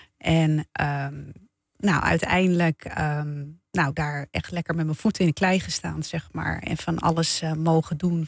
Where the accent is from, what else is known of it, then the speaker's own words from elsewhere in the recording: Haarlem, North Holland, Netherlands; also born or lived in Amsterdam; Ik ben geboren en getogen in Haarlem.